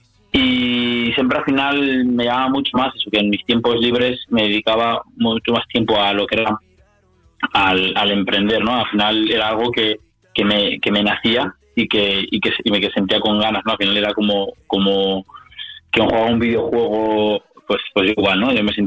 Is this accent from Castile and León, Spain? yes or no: yes; Lodoso, Castile and León, Spain; esto surge el verano pasado en mi pueblo, en Lodoso. Ahí hay un observatorio astronómico y fui una noche de verano con mi madre a ver a mi abuela, que vive allí